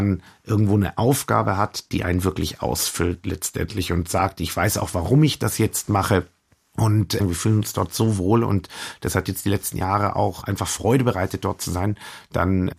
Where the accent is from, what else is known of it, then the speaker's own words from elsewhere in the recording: Coburg, Bavaria, Germany; Also ich meine, ich bin aufgewachsen in Coburg, ich kannte Coburg